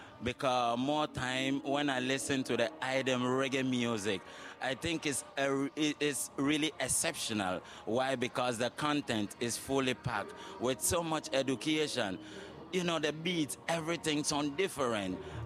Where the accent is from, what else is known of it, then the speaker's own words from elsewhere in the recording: Ghana; I come from Ghana